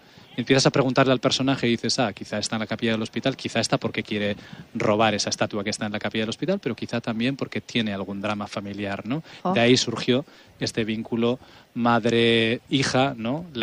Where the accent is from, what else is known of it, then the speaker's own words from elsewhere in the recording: San Sebastián, Basque Country, Spain; now in Barcelona, Spain; yo soy de aquí, yo soy nacido, crecido en esta ciudad, o sea que soy de aquí. No, ellos saben que yo soy vasco, que soy donostiarra.